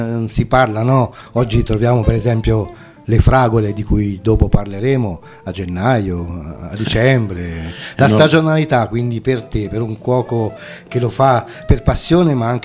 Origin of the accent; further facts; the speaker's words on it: Tuscany, Italy; quando si dice dalle nostre parti, sempre per rifare comunque i detti toscani, no?